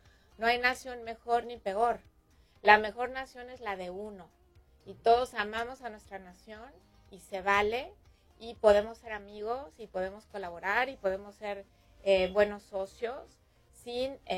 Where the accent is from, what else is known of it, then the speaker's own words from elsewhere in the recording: Mexico; now in Oklahoma, United States; somos los mexicanos